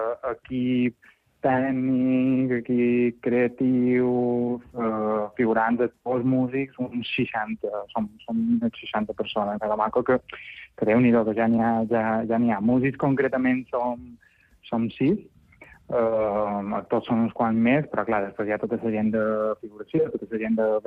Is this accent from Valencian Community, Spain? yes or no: no; Alcúdia, Balearic Islands, Spain; Sí, ja som d'Alcúdia, sí.